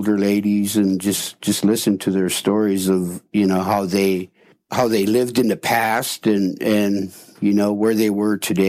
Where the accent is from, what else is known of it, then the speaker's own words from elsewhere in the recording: Point Hope, Alaska, United States; Point Hope, growing up in the era of 64, when I was born, I grew up in the Old Town site where, you know, everything truly was traditional.